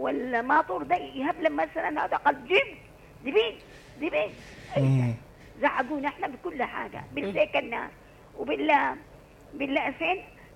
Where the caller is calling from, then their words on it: Aden, Yemen; عندنا بعدن كريتر